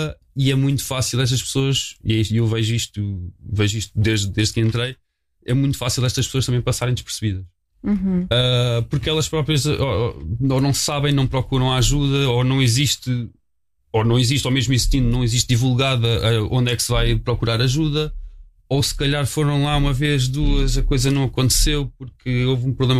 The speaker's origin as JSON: {"language": "Portuguese", "town": "Sintra", "region": "Lisbon", "country": "Portugal", "tie": "born or raised there", "said": "eu sou cá de Sintra, desde sempre nasci aqui, cresci aqui, andei na escola aqui"}